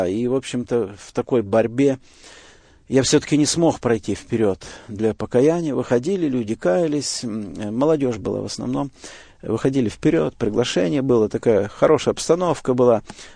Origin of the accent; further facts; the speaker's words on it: Siberia, Russia; born there; now in Novosibirsk, Russia; Я родился в христианской семье, в Сибири.